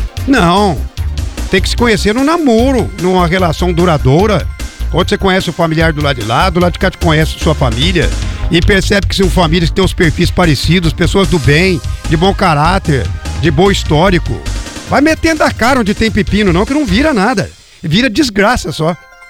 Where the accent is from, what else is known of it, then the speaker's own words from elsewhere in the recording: Jacarezinho, Paraná, Brazil; moved away; em Jacarezinho, lá na minha terra natal.